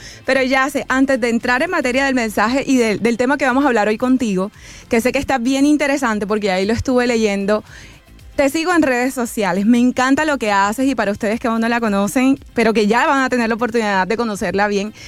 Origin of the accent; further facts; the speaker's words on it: Colombia; moved away; Yo soy de Colombia, en Colombia decimos el peluquero.